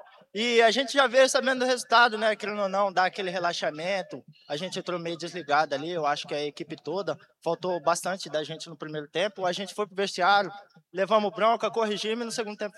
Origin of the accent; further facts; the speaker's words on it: Cuiabá, Mato Grosso, Brazil; Eu tenho 22 anos e sou de Cuiabá, Mato Grosso.